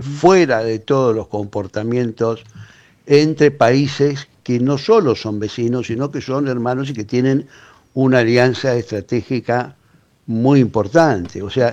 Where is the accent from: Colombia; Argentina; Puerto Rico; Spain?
Argentina